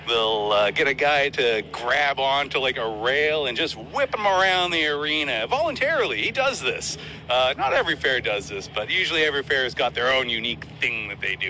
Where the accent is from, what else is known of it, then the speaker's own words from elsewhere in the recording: Churchill, Manitoba, Canada; now in Winnipeg, Canada; I'm a professional circus artist based out of Manitoba, live in Winnipeg, born and raised in Churchill.